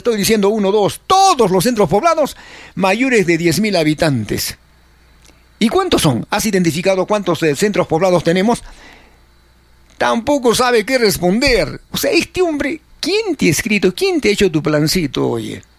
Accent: Peru; somos un país de tercer mundo, somos un país en vías de desarrollo. ¿Qué somos los peruanos en realidad?

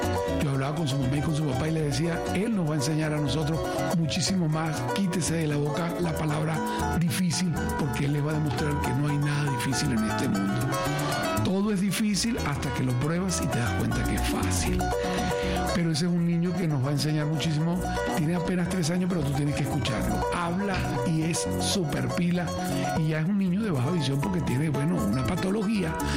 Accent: Valencia, Carabobo, Venezuela; now in Los Teques, Venezuela; Yo actualmente acá en Los Teques, vengo de Valencia, acá en Los Teques hago terapia visual

